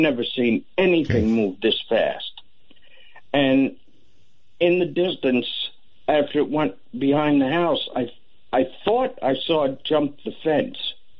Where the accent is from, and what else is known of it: Norman, Oklahoma, United States